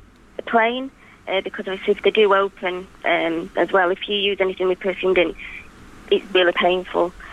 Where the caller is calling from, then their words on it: Yorkshire and the Humber, United Kingdom; I come from Exeter, close to Doncaster.